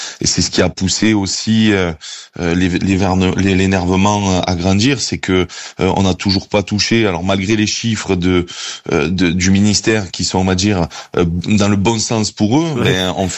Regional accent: France; on est français

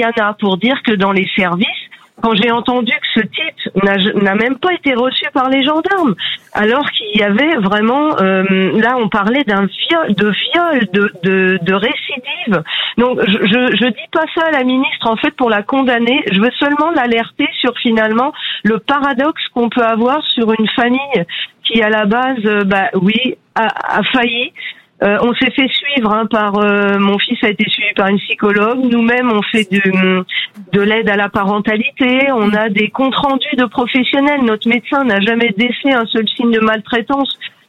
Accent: Falaise, Normandy, France; Parce qu'on est de Falaise, une petite ville auprès de Falaise du Calvados.

